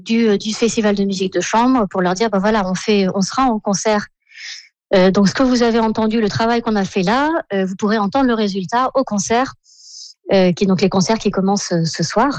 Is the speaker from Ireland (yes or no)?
no; Provence-Alpes-Côte d'Azur, France; now in Düsseldorf, Germany; moi, je suis française de la Côte d'Azur, mais j'habite à Düsseldorf. Donc je venais d'Allemagne.